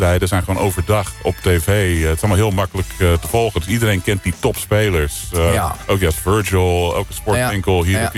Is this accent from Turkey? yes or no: no; Soest, Utrecht, Netherlands; now in United States; Ik kom uit Soest.